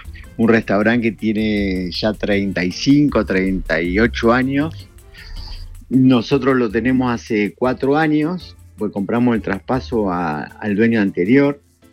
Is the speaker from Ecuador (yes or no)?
no; Argentina; Así es, yo soy argentino.